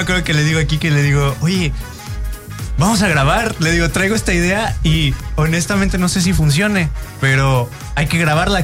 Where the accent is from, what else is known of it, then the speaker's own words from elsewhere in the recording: Xalapa, Veracruz, Mexico; soy de Jalapa.